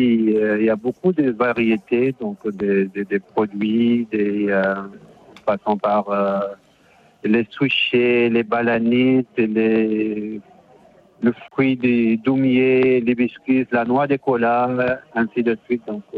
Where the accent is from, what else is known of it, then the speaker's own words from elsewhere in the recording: Faya-Largeau, Borkou, Chad; moved away as an adult; also born or lived in Algeria / Montpellier, France; now in Paris, France; moi, je viens du nord du Tchad. Donc je fais partie d'une famille nomade sédentarisée. Mm-hmm. Et puis j'ai fait mes études à Faye, à Largeau, dans le nord du Tchad.